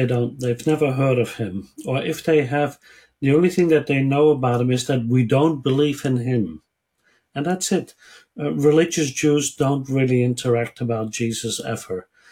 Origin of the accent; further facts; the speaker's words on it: eastern Netherlands, Netherlands; moved away as an adult; also born or lived in Israel; now in Australia; I was born in the Netherlands in the 1960s. It's a small place in the east of the Netherlands, a very small community.